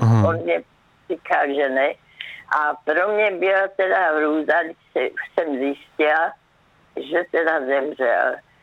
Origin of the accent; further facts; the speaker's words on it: Brno, South Moravian Region, Czechia; Mu ve válce zabili při náletě tatínka a mě v Brně, já jsem pocházím z Brna, zase při náletě zemřela moje maminka a moji sourozenci